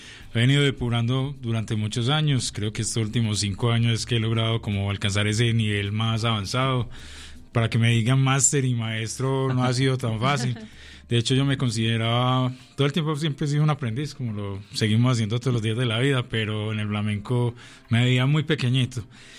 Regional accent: Medellín, Antioquia, Colombia; nosotros que venimos desde Medellín

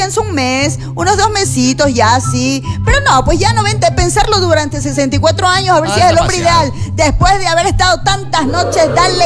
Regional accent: Ecuadorian coast, Ecuador; Así no somos los costeños.

